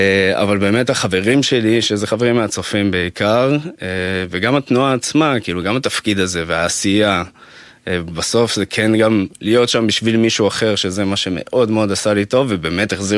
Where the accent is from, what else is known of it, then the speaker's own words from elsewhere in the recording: Ramat Gan, Tel Aviv District, Israel; גדלתי ברמת גן, אז תנועת נוער וכל העניינים האלה זה... בצופים.